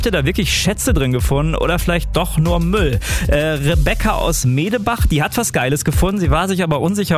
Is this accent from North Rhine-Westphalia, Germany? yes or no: yes; Bielefeld, North Rhine-Westphalia, Germany; now in Cologne, Germany; Also hier in Köln oder auch in meiner Heimat Bielefeld, da sehe ich die ständig, diese, ja, zu verschenken Boxen.